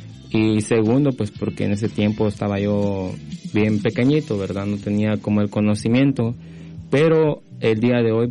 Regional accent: Quiché, Guatemala; moved away; Una vez allá en Guatemala, yo soy originario de Guatemala, del departamento del Quiché.

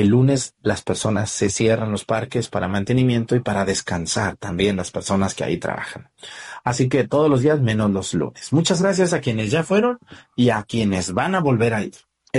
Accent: Mexticacán, Jalisco, Mexico; ustedes pueden ir a Mexticacán, mi pueblo

